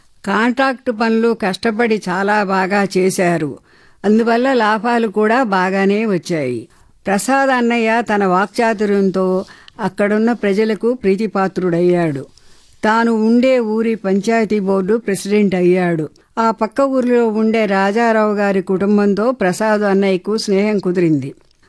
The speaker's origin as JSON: {"language": "Telugu", "region": "Andhra Pradesh", "country": "India", "tie": "born or raised there", "said": "మాది కృష్ణా జిల్లాలోని ఒక పల్లెటూరు. మా నాన్నకు 7 మంది సంతానం, 3 ఆడపిల్లలు, 4 మగపిల్లలు."}